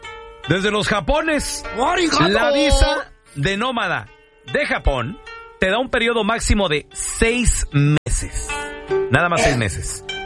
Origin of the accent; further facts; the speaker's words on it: Mexico; No, bueno, pues claro. Yo soy mexicano, o sea, yo